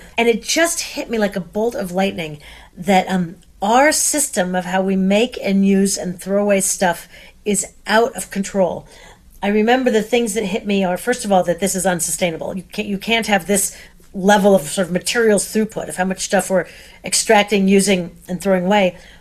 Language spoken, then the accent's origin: English; Seattle, Washington, United States; And I grew up in Seattle, where one of the first cities to have curbside recycling